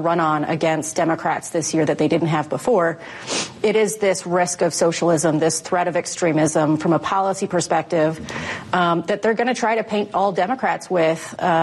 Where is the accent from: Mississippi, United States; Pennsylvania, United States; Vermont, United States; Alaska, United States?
Alaska, United States; Yes. So I grew up in Alaska.